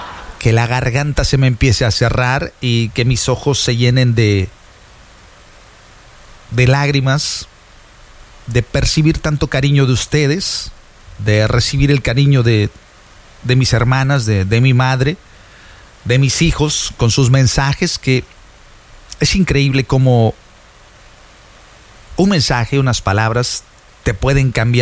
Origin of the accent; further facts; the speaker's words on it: Veracruz, Mexico; Yo soy jarocho.